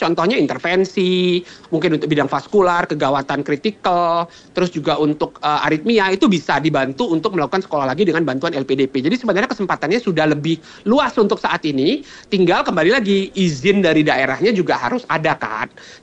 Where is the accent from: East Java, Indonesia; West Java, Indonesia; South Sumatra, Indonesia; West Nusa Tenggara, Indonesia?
West Nusa Tenggara, Indonesia; Tapi kalau saya mendengar teman-teman saya di daerah di luar NTB ya